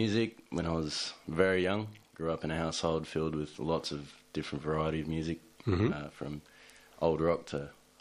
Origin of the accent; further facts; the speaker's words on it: Avalon, New South Wales, Australia; Well, I grew up in Avalon. Loved it all my life.